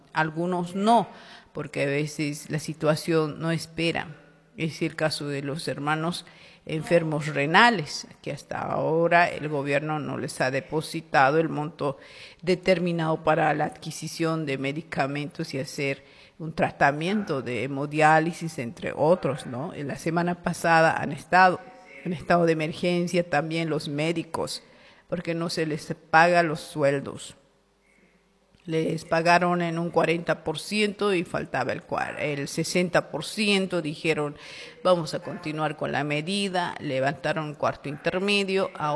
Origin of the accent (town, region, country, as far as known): Bolivia